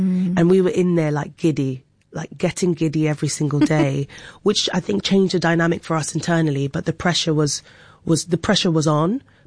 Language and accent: English; Nigeria; accent: Nigerian; And we were all getting excited and my accent started getting more and more Nigerian.